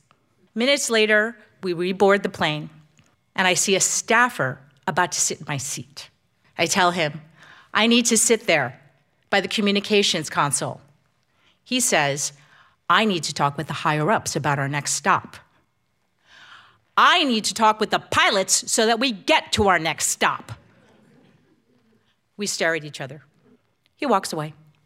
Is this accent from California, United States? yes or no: no; New Jersey, United States; I'm from New Jersey. I lost my parents when I was 8.